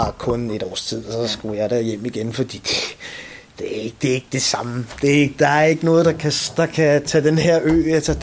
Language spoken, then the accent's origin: Danish; Copenhagen, Capital Region of Denmark, Denmark; accent: Amager dialect; Jeg er selv fra Amager, ja. Alle mine 37 år at jeg har boet her.